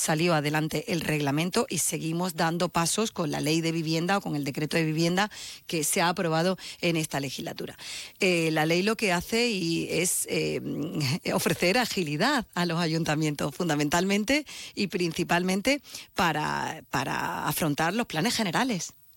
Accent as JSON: {"language": "Spanish", "town": "Granada", "region": "Andalusia", "country": "Spain", "said": "por mi tierra, por Granada y por Andalucía"}